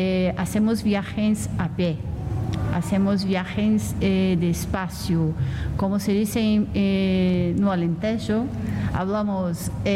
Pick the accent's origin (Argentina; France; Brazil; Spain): Brazil; Spanish is a second language; moved away as an adult; Sí, sí, soy brasileña. Ha venido de Brasil para España para hacer justo el Camino de Santiago